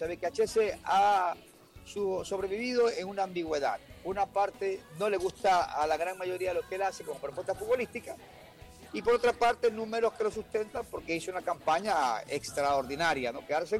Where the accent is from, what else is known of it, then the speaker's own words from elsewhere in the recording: Ecuador; todos somos ecuatorianos